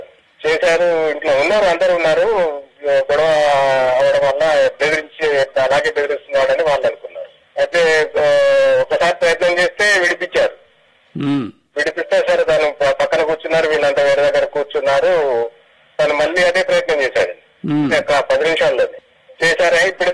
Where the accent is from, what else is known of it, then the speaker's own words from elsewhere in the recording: Telangana, India; Recent గా Warangal district లో మా ఊరు దగ్గరలోనే జరిగింది సార్ ఒకటి.